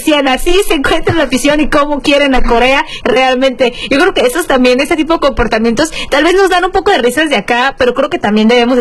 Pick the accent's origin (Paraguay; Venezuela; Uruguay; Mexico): Mexico; nosotros como mexicanos